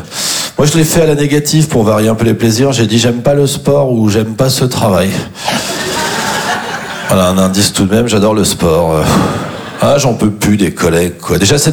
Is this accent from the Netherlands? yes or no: no; Champagnole, Bourgogne-Franche-Comté, France; now in Montreuil, France; je suis originaire d'une petite commune qui s'appelle Champagnole. Alors, c'est pas très connu